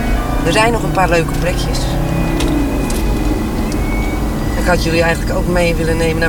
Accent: Netherlands; born there; Ik ben hier geboren in Getolven.

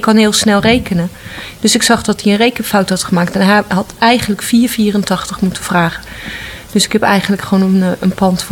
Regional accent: Utrecht, Netherlands; born there; Ik ben op de Oudegracht geboren.

